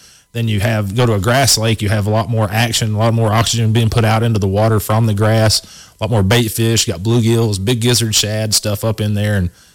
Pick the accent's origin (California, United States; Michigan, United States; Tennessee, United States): Tennessee, United States; me growing up on Watts Bar